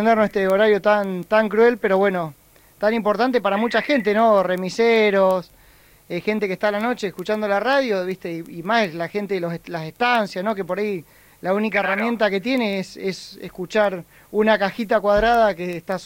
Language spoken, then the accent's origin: Spanish; Argentina